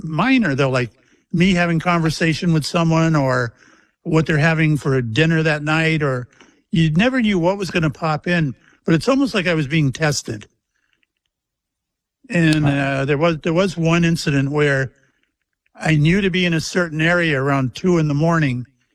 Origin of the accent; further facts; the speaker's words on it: Mayport, Florida, United States; I was on the Shangri-La out of my hometown of Mayport.